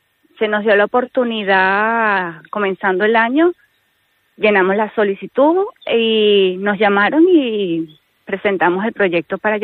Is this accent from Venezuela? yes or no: yes; Venezuela; now in Spain; yo soy venezolana, somos venezolanos nosotros acá en España